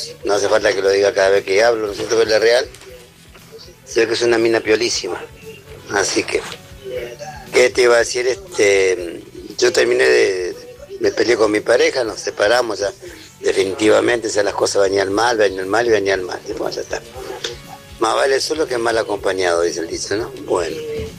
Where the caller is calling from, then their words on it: San Francisco, Argentina; el veterano de San Francisco.